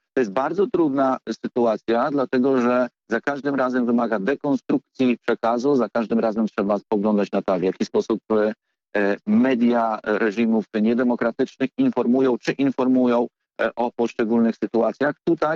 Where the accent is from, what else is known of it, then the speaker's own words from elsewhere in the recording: Warsaw, Masovian Voivodeship, Poland; Jestem warszawiakiem od pokoleń i dzięki temu jestem trochę wyostrzony